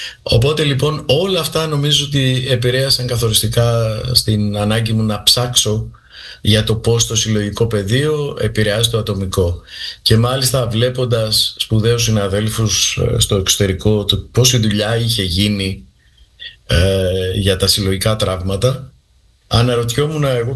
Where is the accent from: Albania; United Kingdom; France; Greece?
Greece; Crete; now in Cyprus; Απ' την άλλη μεριά είμαι από την Κρήτη, η καταγωγή μου είναι από την Κρήτη. Κουβαλάω κι εγώ όλο το συλλογικό τραύμα από την ανάγκη της ένωσης της Κρήτης με τη μητέρα πατρίδα